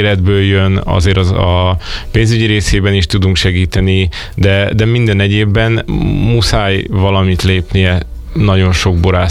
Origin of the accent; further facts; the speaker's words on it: Hungary; emberileg magyarok vagyunk ilyenek